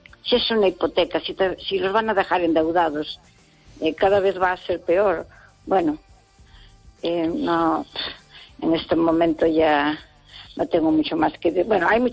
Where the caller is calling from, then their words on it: Pontevedra, Galicia, Spain; de Pontevedra.